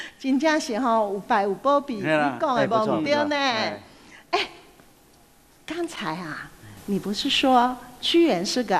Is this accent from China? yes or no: no; Taiwan; 就是我们台湾人说的当机啦。